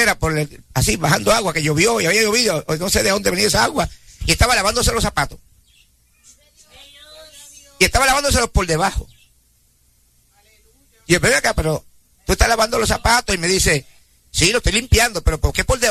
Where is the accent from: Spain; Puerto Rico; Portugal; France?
Puerto Rico; Corozal; Allá en Corozal, en mi pueblo